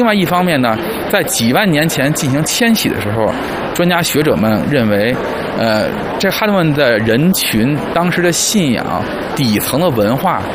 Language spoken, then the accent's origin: Chinese; China; 我们中国人和美洲的先民，他们是一个联系最紧密的一个亲缘的血缘的一个群体